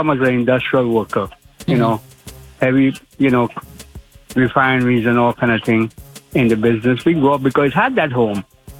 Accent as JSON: {"language": "English", "country": "Trinidad & Tobago", "said": "You know, I'm Trinidadian, so that part of the country."}